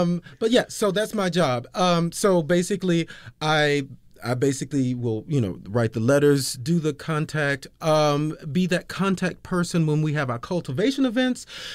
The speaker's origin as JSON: {"language": "English", "region": "Georgia", "country": "United States", "said": "I'm a Georgia boy."}